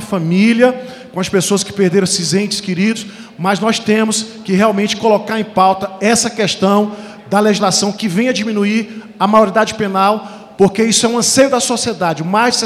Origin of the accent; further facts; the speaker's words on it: Acre, Brazil; lá no meu estado do Acre, nós tivemos também um fato envolvendo um menor de idade